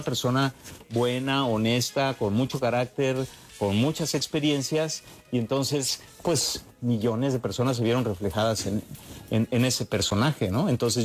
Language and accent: Spanish; Mexico; porque somos mexicanos.